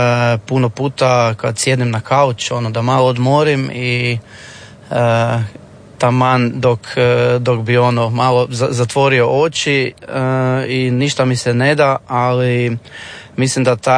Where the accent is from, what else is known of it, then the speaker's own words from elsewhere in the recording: Čakovec, Međimurje County, Croatia; ja sam iz Čakovca u svojem gradu